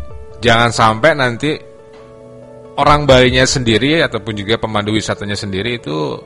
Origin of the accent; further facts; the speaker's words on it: Bali, Indonesia; sebagai orang Bali